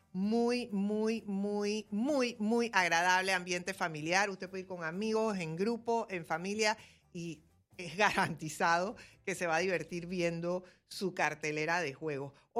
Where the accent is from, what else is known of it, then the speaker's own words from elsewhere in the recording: Panama; A mí siempre me dicen que se nota que eres panameña cuando estoy en otro lado